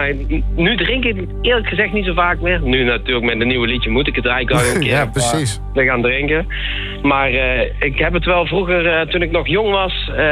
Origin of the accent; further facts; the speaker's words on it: Reusel, North Brabant, Netherlands; ik woon nog niet zo ver vandaan. Dus ik kom uit Reuzel.